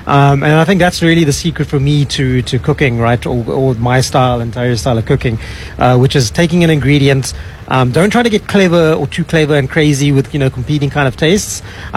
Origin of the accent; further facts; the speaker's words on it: Durban, KwaZulu-Natal, South Africa; I'm from Durban.